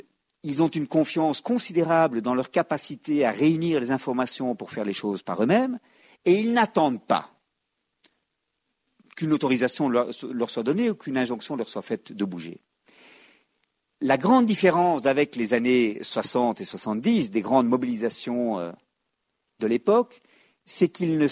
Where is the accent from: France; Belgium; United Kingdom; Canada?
Belgium; chez nous, en Belgique